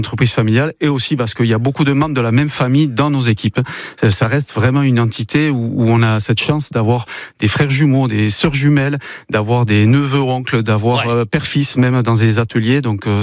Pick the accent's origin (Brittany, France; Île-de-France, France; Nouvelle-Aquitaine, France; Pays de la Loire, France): Nouvelle-Aquitaine, France; Bidart; moi, j'ai grandi à Bidart, donc naturellement, il y avait l'océan Atlantique en face.